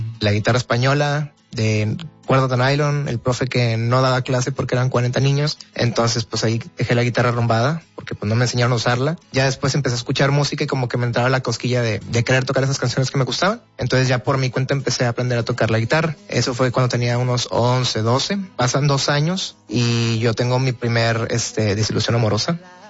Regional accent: Guadalupe, Nuevo León, Mexico; Yo soy de aquí de Monterrey, Nuevo León.

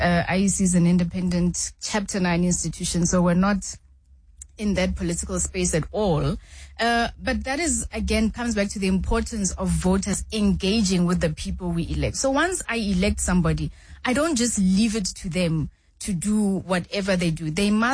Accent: Garankuwa, Gauteng, South Africa; I grew up at a time when 702 was a smaller radio station, and I lived in Garankuwa. I grew up in Garankuwa, for instance.

